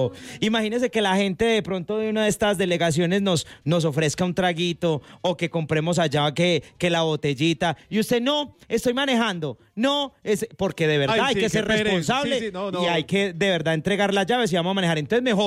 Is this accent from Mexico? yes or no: no; Andes, Antioquia, Colombia; mi tierra querida, Andes, Antioquia.